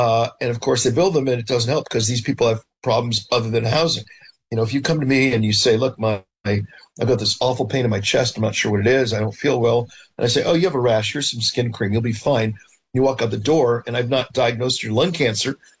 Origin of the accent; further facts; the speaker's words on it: California, United States; moved away as an adult; I grew up out there. I spent the first 18 years of my life in California. When I grew up in the 60s, 70s, and 80s, the place was booming.